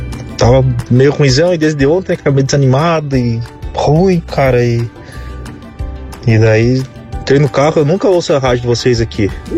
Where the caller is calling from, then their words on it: Curitibanos, Santa Catarina, Brazil; eu falo aqui de Curitibanos.